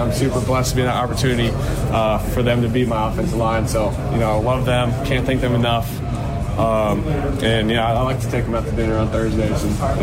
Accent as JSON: {"language": "English", "region": "California", "country": "United States", "tie": "born or raised there", "moved": "yes", "said": "coming back home, my hometown."}